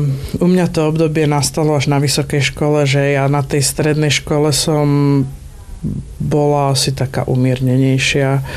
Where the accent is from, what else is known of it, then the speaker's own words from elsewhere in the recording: Bratislava, Bratislava Region, Slovakia; som vyrastala v Bratislave v 90. rokoch